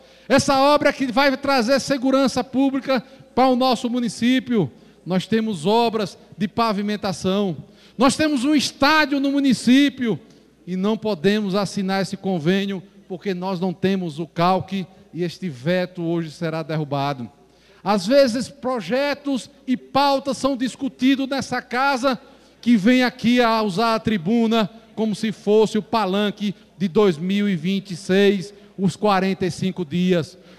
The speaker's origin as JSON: {"language": "Portuguese", "region": "Bahia", "country": "Brazil", "said": "eu que venho lá do sertão da Bahia"}